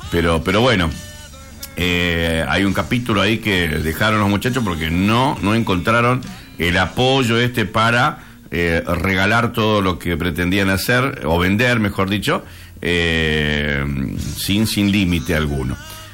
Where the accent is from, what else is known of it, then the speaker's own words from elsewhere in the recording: Argentina; somos argentinos y estamos habitando esta tierra.